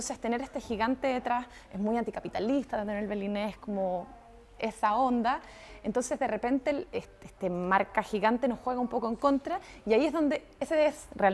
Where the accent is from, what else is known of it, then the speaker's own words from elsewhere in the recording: Santiago, Santiago Metropolitan Region, Chile; la gran comparación que tengo es con Santiago de Chile, que es donde más voy, de donde vengo, cuando voy a ver a mi familia